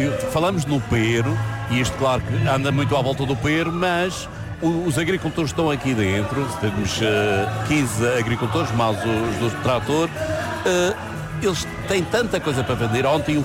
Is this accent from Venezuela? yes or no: no; Funchal, Madeira, Portugal; now in Ponta do Pargo, Portugal; eu que sou do Funchal, estou aqui há 22 anos, mas sou do Funchal